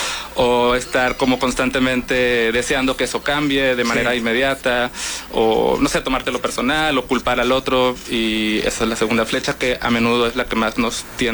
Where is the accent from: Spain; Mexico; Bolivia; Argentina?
Mexico; Mexicali, Baja California; Yo soy de Mexicali